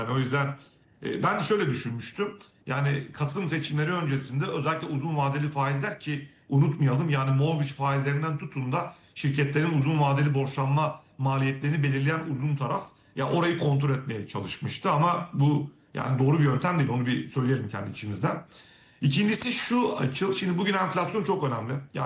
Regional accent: Diyarbakır, Diyarbakır Province, Turkey; Ben Diyarbakırlıyım. Bizim Diyarbakır'da bir Mardin Kapı diye bir mahalle falan vardır.

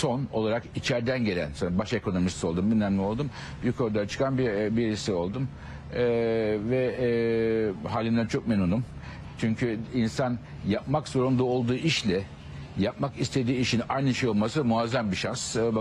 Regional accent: Ankara, Turkey; moved away as an adult; also born or lived in Istanbul / Vienna; ben Ankara'da doğdum. Ankara Koleji var Ankara'da, orada eğitim yaptım.

